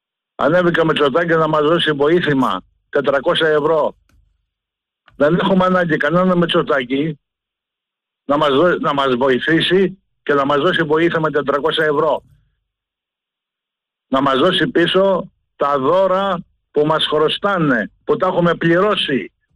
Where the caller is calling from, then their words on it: Western Greece, Greece; από τον Κόσακα, Ιλία.